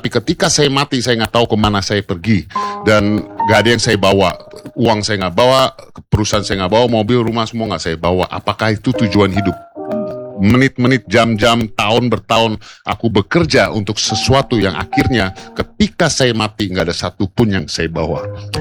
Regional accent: Jakarta, Indonesia; born or raised there

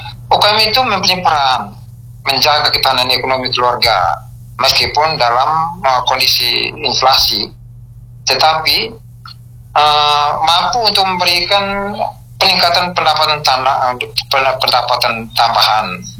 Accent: Flores, East Nusa Tenggara, Indonesia; kita orang Flores

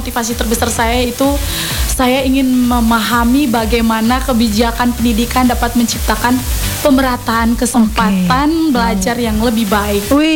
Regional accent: Ende, East Nusa Tenggara, Indonesia; moved away as an adult; Asal saya dari ND, saya putri asli

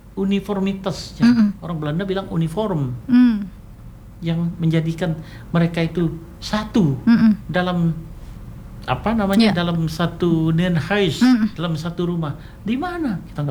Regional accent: West Kalimantan, Indonesia; Sebagai anak Kalimantan Barat

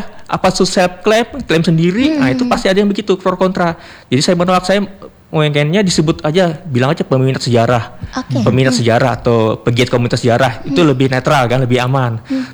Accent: Samarinda, East Kalimantan, Indonesia; moved away as an adult; ketika saya bekerja di luar Kaltim, nah itu ada perasaan kangen sama kampung halaman

